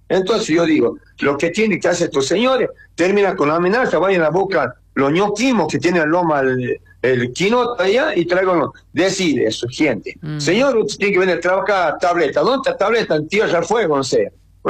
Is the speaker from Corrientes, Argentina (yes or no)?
no; Córdoba, Argentina; que yo soy municipal, más cordobés que la mona, ¿no?